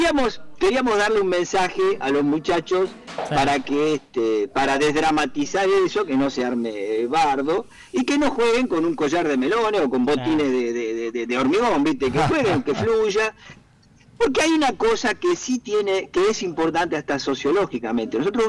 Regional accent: La Plata, Buenos Aires Province, Argentina; de acá, de La Plata, bueno, nosotros también

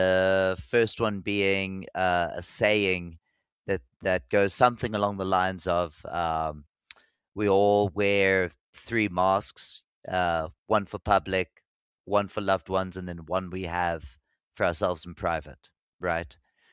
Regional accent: Zimbabwe; now in South Africa; because when I moved here from Zimbabwe, in my neighborhood, I can confidently say I was the best guitarist.

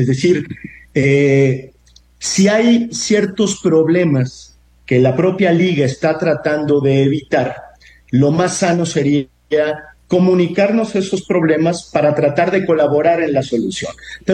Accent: Guadalajara, Jalisco, Mexico; yo soy de Guadalajara

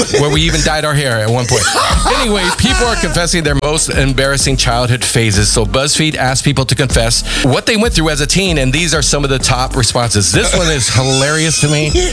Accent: the South, United States; Yeah, and I'm from Southern U.S.

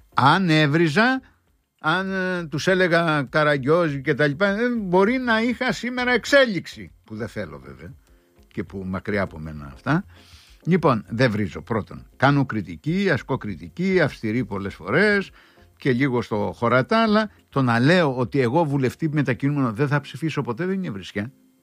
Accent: Crete, Greece; αν το άκουγε κάποιος από την πατρίδα μου, θα έλεγε από την Έμπαρο Κρασί και από τη Βιάνο Λαάδη.

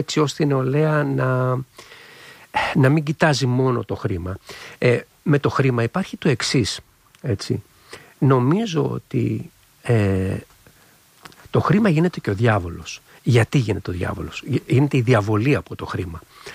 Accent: Greece; now in China; σαν Έλληνας

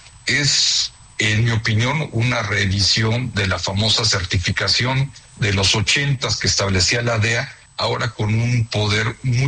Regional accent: Mexico; donde nosotros como mexicanos, pues milagrosamente

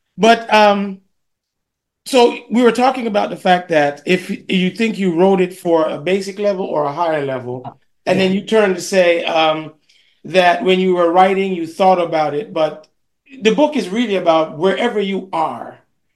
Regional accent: Jamaica; and I'm from Jamaica, so I'm from one can argue a predominantly African country by descendants, if you will.

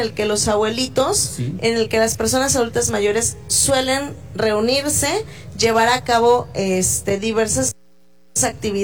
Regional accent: Costa Rica; Somos muchos costarricenses, sí, y entre todos podemos aportar nuestro granito de arena

